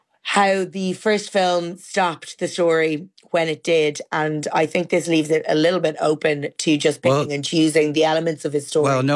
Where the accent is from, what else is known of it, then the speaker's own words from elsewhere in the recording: Carlow, Leinster, Ireland; I grew up in Carlow Tan, surrounded by these women.